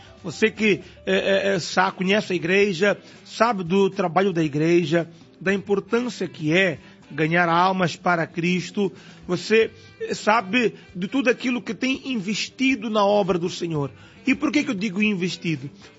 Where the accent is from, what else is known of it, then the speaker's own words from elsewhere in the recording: Mozambique; Então, todo mundo que vê fala assim, ah, vocês são da África do Sul. Não, nós somos de Moçambique.